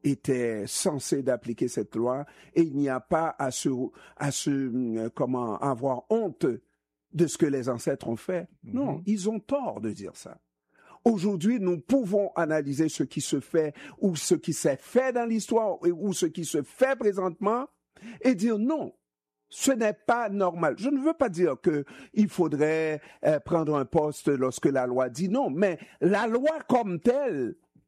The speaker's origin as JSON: {"language": "French", "country": "Haiti", "said": "Je suis haïtien, je suis né haïtien et je sais ce que ce pays a fait pour moi, n'est-ce pas? Et moi, je sais ce que je dois à ce pays-là."}